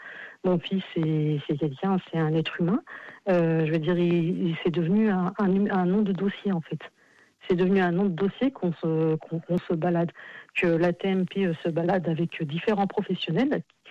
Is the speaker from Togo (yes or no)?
no; France; born there; Moi, je suis d'origine maghrébine, tunisienne. Lui aussi. Moi, je suis née en France.